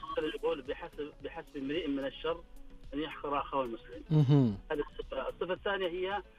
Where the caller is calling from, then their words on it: Khobar, Eastern Province, Saudi Arabia; انا اكلمك من مدينه الخبر